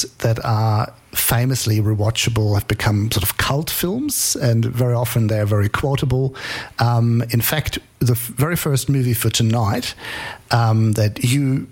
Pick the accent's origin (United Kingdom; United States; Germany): Germany; Actually, because I grew up in Germany, so at a certain point in my teenage years, I was a film buff and I wanted to watch movies in the original language.